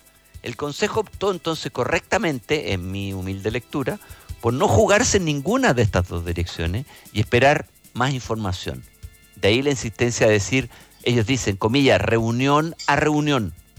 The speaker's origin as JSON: {"language": "Spanish", "country": "Chile"}